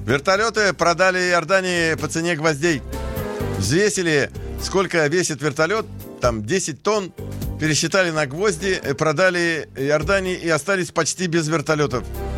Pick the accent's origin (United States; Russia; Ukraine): Ukraine; Kerch, Crimea; Я рос в Керчи, в Крыму, и часто в малых городах